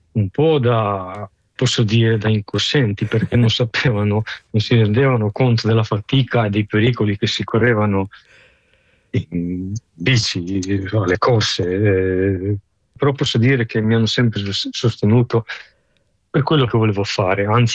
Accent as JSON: {"language": "Italian", "town": "Šišan", "region": "Istria County", "country": "Croatia", "tie": "born or raised there", "said": "io sono nato a Sissano, vicino a Pola"}